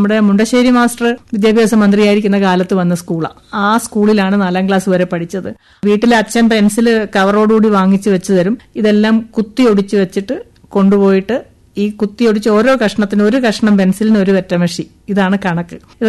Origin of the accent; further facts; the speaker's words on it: Pallana, Kerala, India; ഞാൻ ജനിച്ചു വളർന്ന സ്ഥലം എന്ന് പറയുന്നത് ആലപ്പുഴ ജില്ലയില് കാർത്തിപ്പള്ളി താലൂക്ക് തൃക്കുന്നപ്പുഴ പഞ്ചായത്തില് പല്ലന പാനൂര്.